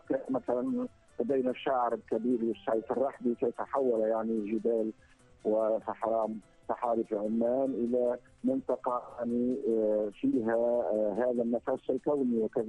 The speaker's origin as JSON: {"language": "Arabic", "country": "Tunisia", "tie": "born or raised there", "said": "بالقرية التي ولدت بها هي قرية بسيطة توجد على تحت سفح جبل وأيضا محاطة بواد عظيم"}